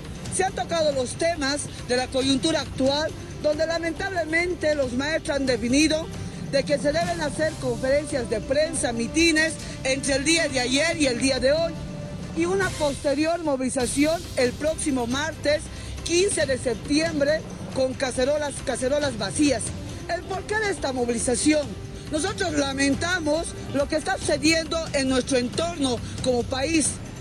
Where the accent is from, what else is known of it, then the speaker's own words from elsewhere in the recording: Bolivia; nosotros como bolivianos